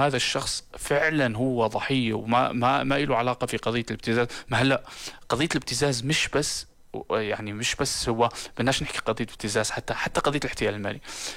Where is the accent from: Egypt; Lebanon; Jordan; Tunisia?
Jordan; إحنا كمجتمع أردني